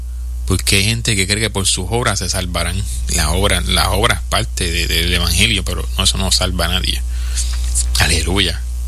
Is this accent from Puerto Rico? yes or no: yes; Puerto Rico; como dicen en mi país, Puerto Rico.